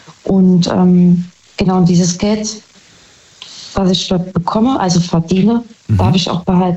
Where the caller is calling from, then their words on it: Saarbrücken, Saarland, Germany; Saarbrücken.